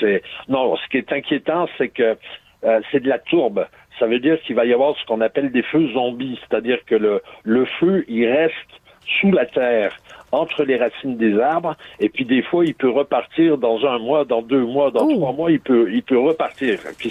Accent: Quebec, Canada; moved away as an adult; now in Bordeaux, France; chez nous, au Québec

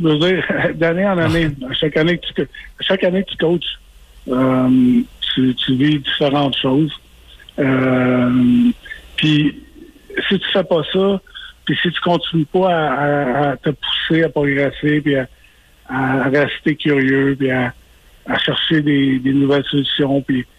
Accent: Quebec, Canada; moved away; étant donné que je suis Québécois

